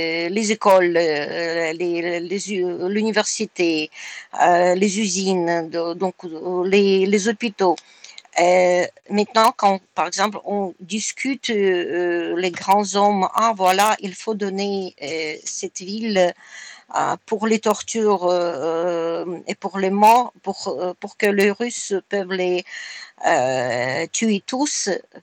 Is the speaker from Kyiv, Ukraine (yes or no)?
no; Kramatorsk, Donetsk Oblast, Ukraine; moi je suis de Donbass et je suis de Kramatorsk